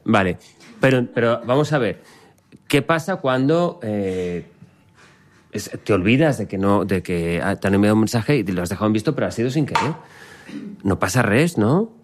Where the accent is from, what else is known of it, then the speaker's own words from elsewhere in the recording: Valencian Community, Spain; ¿Doble raya? Siendo yo valenciano es una expresión complicada.